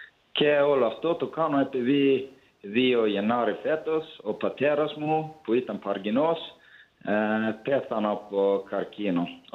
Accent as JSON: {"language": "Greek", "country": "Norway", "tie": "born or raised there", "moved": "yes", "said": "Εγώ μεγάλωσα στην Νορβηγία, σε ένα μικρό νησί."}